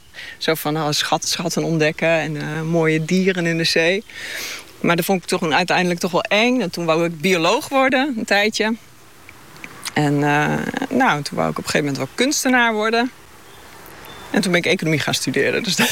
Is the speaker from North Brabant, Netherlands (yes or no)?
no; Leeuwarden, Friesland, Netherlands; also born or lived in Huizum; Leeuwarden. Leeuwarden. Geboren echt toch in Huzum.